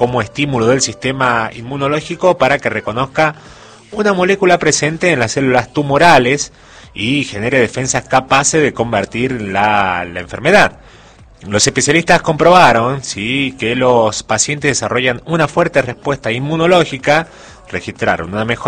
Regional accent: Argentina; Así que así somos los argentinos.

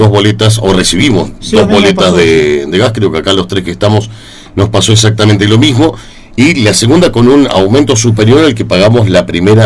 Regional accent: Patagonia, Argentina; Somos patagónicos, estamos acostumbrados

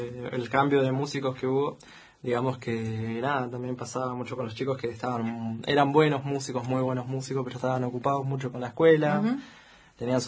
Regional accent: Esquel, Chubut, Argentina; Yo de acá.

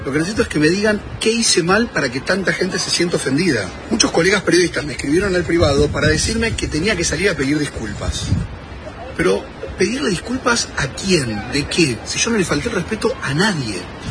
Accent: Argentina; autocrítica como argentino

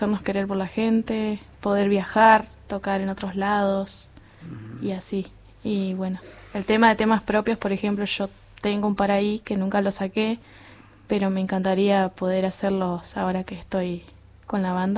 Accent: Carmen de Patagones, Buenos Aires Province, Argentina; also born or lived in Sierra Colorada; soy de Patagones.

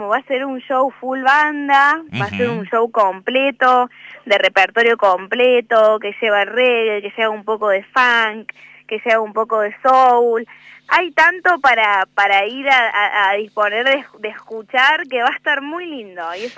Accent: Río Cuarto, Córdoba, Argentina; Así es, cordobesa nomás.

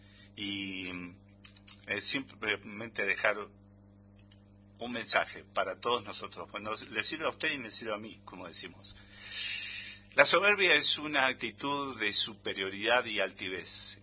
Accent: Argentina

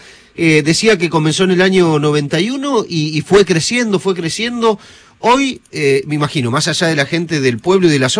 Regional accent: Rafaela, Santa Fe, Argentina; now in Santa Fe, Argentina; Mi infancia en Rafaela, recuerdo que se comía mucha baña cauda en Pascuas.

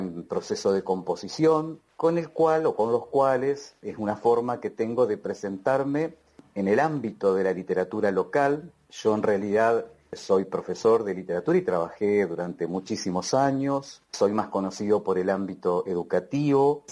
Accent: Concepción del Uruguay, Entre Ríos, Argentina; now in Colón, Argentina; por todos los que crecimos en Concepción del Uruguay

